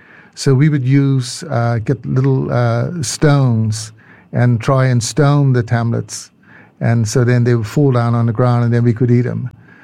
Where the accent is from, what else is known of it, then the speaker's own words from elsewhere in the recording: Jamestown, Saint Helena, St. Helena; So actually, I arrived on St. Helena when I was 6 weeks old. So I got there as soon as I could. And yes, growing up in Jamestown was great.